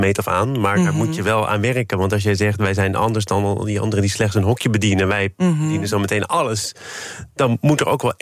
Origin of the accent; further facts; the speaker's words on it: 's-Hertogenbosch, North Brabant, Netherlands; born there; ik ben geboren in Den Bosch.